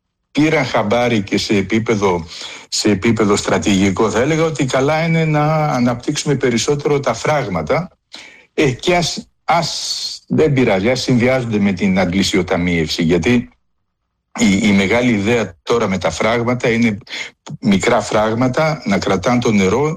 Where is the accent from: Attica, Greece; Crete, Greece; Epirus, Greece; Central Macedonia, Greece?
Attica, Greece; Athens; Εγώ πιτσιρικά θυμάμαι που μεγάλωσα στην Αθήνα